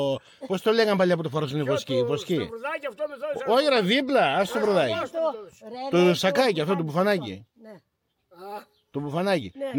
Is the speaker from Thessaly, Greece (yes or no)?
yes; Thessaly, Greece; Εγώ είμαι βλάχος. Καρακούνης είμαι.